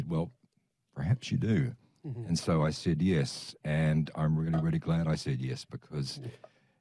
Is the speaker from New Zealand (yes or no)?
yes; New Zealand; I'm a Kiwi bloke of a certain generation